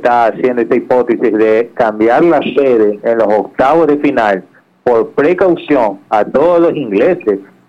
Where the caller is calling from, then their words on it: Guayaquil, Guayas, Ecuador; yo le estoy llamando acá cerca del norte de la ciudad de Guayaquil.